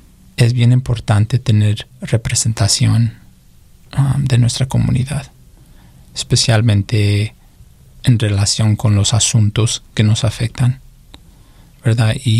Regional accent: Chicago, Illinois, United States; I think it's part of being a Chicagoan. Chicago is full of creatives.

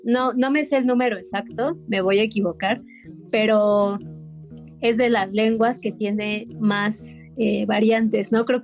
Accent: Mexico; esto es algo que mucha gente que somos personas mexicanas no sabemos esto

